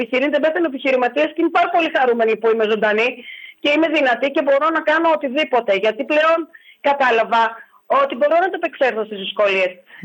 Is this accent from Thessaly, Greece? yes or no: no; Ptolemaida, Western Macedonia, Greece; Είμαι υπερήφανη που είμαι γυναίκα, μητέρα και κάτοικος της Πτολεμαϊδός. Πιστεύω ότι η πόλη μου αξίζει και μπορεί να γίνει πολύ πιο καλύτερη.